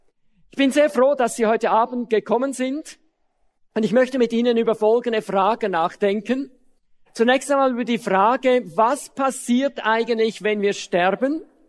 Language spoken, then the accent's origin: German; Switzerland; Also bei uns in der Schweiz sagt man dann zum Beispiel, dann sehe ich die Radieschen 2 Meter von unten.